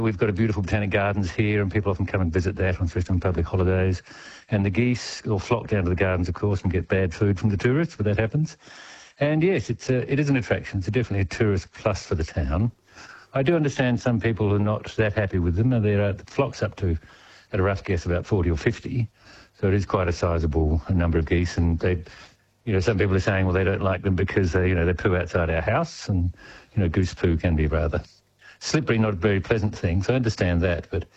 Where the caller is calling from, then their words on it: Malmesbury, Victoria, Australia; I'm a Malmesbury boy. We've been here about 10 or 11 years.